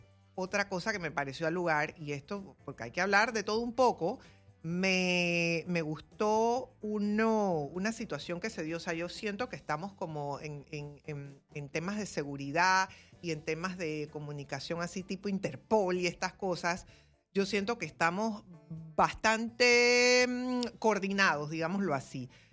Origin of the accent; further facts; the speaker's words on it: Panama; solamente soy panameña.